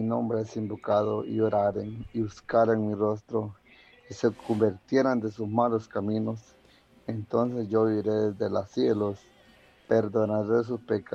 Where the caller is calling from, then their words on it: Choloma, Cortés, Honduras; Sintonizándolas en la preciosa ciudad de Choloma Cortés.